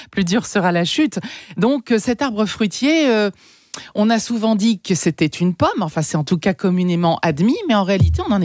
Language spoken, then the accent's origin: French; Hauts-de-France, France; Moi, je suis des Hauts-de-France.